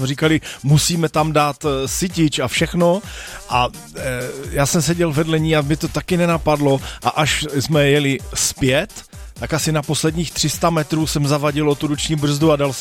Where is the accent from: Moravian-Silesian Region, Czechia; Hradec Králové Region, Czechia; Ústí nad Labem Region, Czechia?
Moravian-Silesian Region, Czechia; Vratimov; born there; my jsme z Vratimova